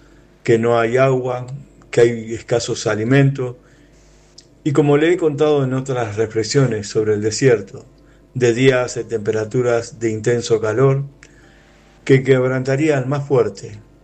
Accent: Argentina; soy de Argentina

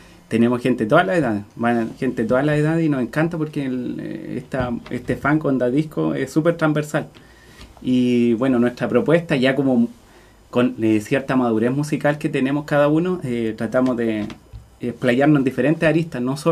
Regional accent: Concepción, Biobío, Chile; now in Ancud, Chile; yo vengo de Concepción.

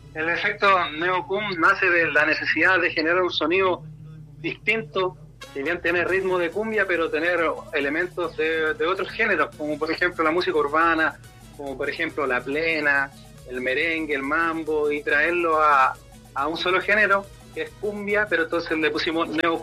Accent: Biobío, Chile; como yo soy del sur de Concepción, él es valdiviano, somos gente de región

